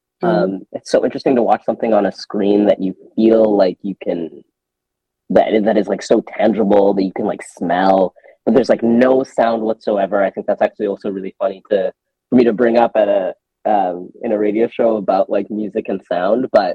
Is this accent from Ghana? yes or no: yes; Ghana; also born or lived in Lesotho; now in Toronto, Canada; I'm based in Toronto, Canada, and I'm originally from Ghana and Lesotho.